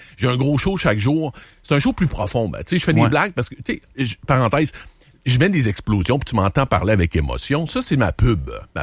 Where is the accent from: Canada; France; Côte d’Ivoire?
Canada; Quebec City, Quebec; Moi, je viens de Québec, de toute façon.